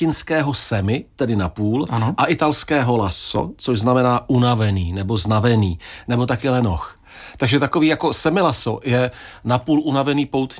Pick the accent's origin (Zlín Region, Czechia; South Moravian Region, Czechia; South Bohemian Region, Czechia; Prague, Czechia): South Moravian Region, Czechia; Brno; Opravdu jsem Brňák rodilý a opravdu jsem z Králova pole